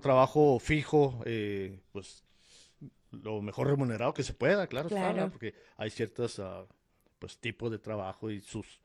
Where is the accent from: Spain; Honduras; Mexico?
Mexico; Ciudad Juárez, Chihuahua